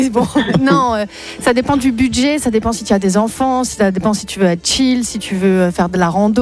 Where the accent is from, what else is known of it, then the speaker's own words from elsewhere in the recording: Bastia, Corsica, France; Moi, je suis de Bastia, je suis du Cap Corse.